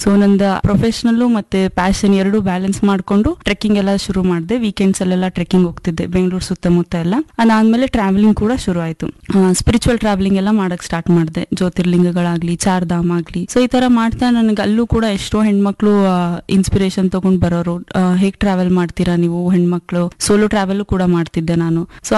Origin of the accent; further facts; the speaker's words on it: Hubli, Karnataka, India; moved away; ನಾನು ಹುಬ್ಬಳ್ಳಿಯಿಂದ ಬಂದಿದ್ದೀನಿ. ನಾನು ಹುಟ್ಟಿ ಬೆಳೆದಿದ್ದೆಲ್ಲ ಹುಬ್ಬಳ್ಳಿಯಲ್ಲಿನೇ. ನಂದು ಎಜುಕೇಶನ್ ಕೂಡ ಹುಬ್ಳಿಯಲ್ಲೇ ಆಗಿದೆ. ಪಿವಿ ಕಾಲೇಜಿಂದ ಓದಿದ್ದೀನಿ, ಇಂಜಿನಿಯರಿಂಗ್ ಮಾಡಿದ್ದೀನಿ.